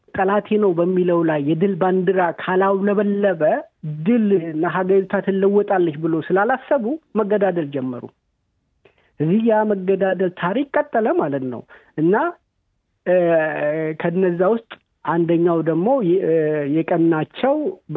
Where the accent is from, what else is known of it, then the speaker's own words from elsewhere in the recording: Gambella border area, Ethiopia; እኔ ያደኩበት አካባቢ ኢግላቴሪያል የሆነ ሶሳይቲ ያለ ጋምቤላ ቦርደር ላይ ያሉ ሰዎች